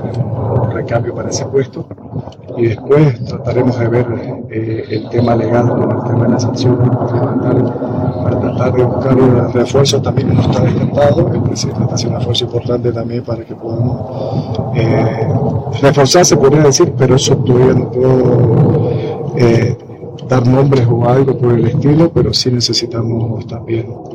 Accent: Santa Cruz de la Sierra, Santa Cruz, Bolivia; yo soy de Santa Cruz

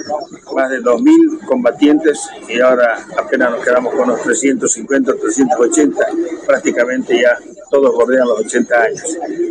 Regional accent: Bolivia

